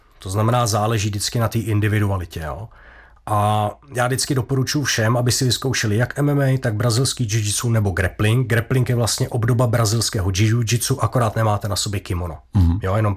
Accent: Nový Bor, Liberec Region, Czechia; now in Liberec, Czechia; já jsem se, řekněme, přiženil jsem do Liberce z Nového Boru a čekali jsme i narození syna v roce 2008

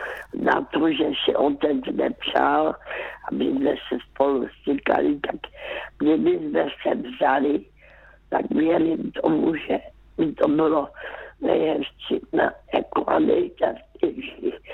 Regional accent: Karolinka, Zlín Region, Czechia; born there; já už jsem byla vdaná a jezdívala jsem zpátky do Karolinky, zpátky mého rodiště.

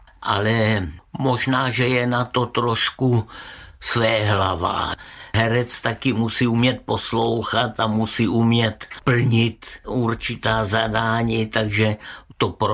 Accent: Brno, South Moravian Region, Czechia; accent: Brno dialect (brněnština); moved away as an adult; now in Prague, Czechia; jak já mluvím tak brněnsky někdy

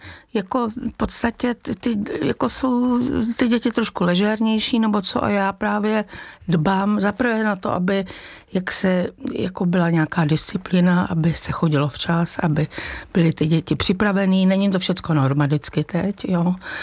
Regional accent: Rakovník, Central Bohemian Region, Czechia; vyrůstala jsem vlastně částečně u babičky v Rakovníku

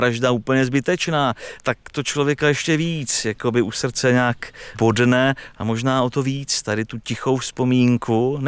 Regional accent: Liberec, Liberec Region, Czechia; Já jsem tady doma v tomto kraji, narodil jsem se v Liberci

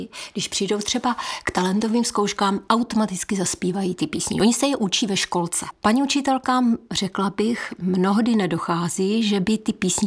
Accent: Střítež nad Bečvou, Zlín Region, Czechia; born there; moved away; also born or lived in Nový Jičín; Já pocházím z Valašska, přímo. Já jsem se narodila ve Stříteži nad Bečvou a potom jsme se přestěhovali do Nového Jičína, ale jsem Valašská, můj manžel je z Velké Lhoty, takže my jsme taková Valašská.

